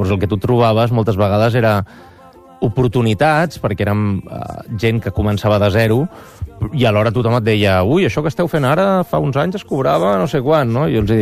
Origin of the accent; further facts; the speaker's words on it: Manresa, Catalonia, Spain; He treballat molt a Manresa, en el món de l'hostaleria, que jo sóc de Manresa.